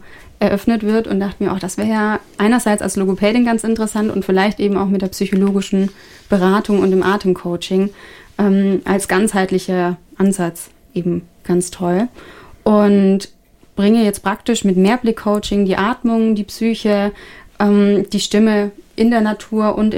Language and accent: German; Bavaria, Germany; also born or lived in Canada; now in Northern Germany; Ich komme ursprünglich aus Oberfranken und bin 2024 eben in den echten Norden gezogen. Zwischenzeitlich hat es mich mal nach Kanada verschlagen und auch nach Niederbayern.